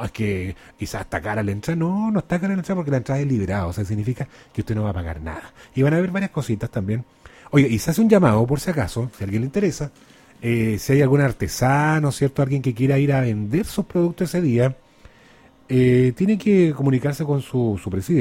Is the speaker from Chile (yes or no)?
yes; Chile; Chile mío, oiga, nos acompaña Chome a esta hora y qué linda es mi tierra, quiero mi tierra